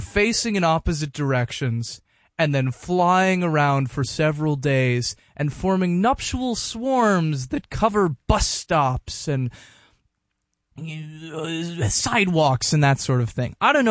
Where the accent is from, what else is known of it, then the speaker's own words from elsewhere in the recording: District of Columbia, United States; my hometown in the D.C. area